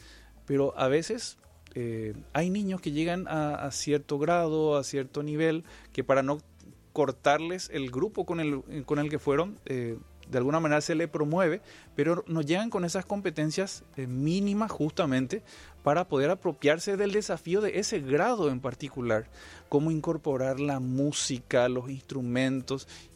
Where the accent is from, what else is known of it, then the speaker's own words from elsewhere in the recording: Paraguay; siguen siendo tan paraguayos como nosotros, ¿verdad?